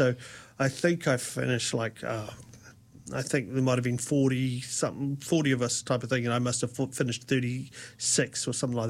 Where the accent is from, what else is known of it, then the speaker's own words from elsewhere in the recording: Wellington, New Zealand; also born or lived in California / Canada; Born and raised in Wellington.